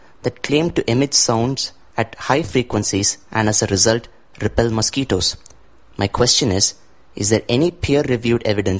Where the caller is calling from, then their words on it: Chennai, Tamil Nadu, India; I am from Chennai, India.